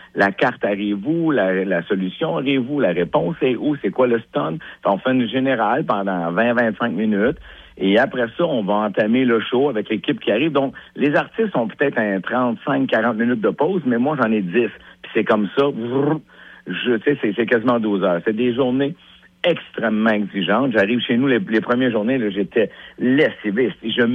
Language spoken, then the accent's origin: French; Sainte-Clotilde, Quebec, Canada; born there; also born or lived in Montreal; moi, je viens de Mansou. Je suis né à Montréal, tu sais, mais Sainte-Clotilde, en fait, ma première maison, première demeure à Sainte-Clotilde.